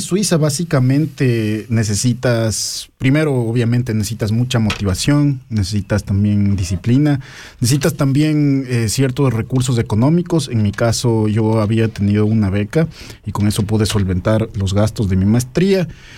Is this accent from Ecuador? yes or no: yes; Ecuador; moved away as an adult; now in Switzerland; soy de Ecuador. Soy soltero. Bueno, ya vivo casi 4 años en Suiza. Antes también tuve la oportunidad de vivir en Berna.